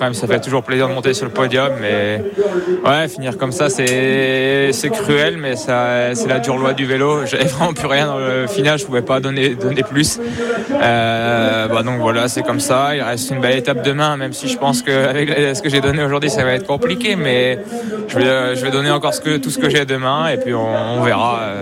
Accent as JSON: {"language": "French", "region": "Brittany", "country": "France", "said": "Moi, je viens de Bretagne"}